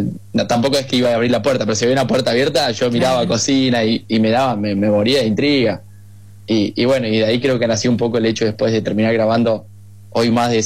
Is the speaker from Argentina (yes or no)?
yes; Formosa, Argentina; De chico tuve la posibilidad de poder correr en karting, muy de chiquito en Formosa.